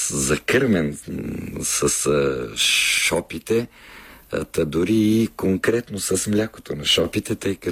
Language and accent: Bulgarian; Sofia, Sofia City, Bulgaria; Казвам сближи, защото аз съм софиянец, а те са кумшиите ми от детството.